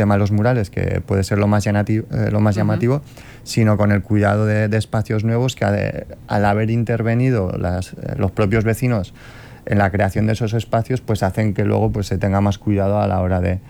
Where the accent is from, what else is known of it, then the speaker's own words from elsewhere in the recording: Azagra, Navarre, Spain; he tenido la suerte de estudiar y trabajar fuera muchos años y siempre se me ha llenado la boca cuando he hablado de mi pueblo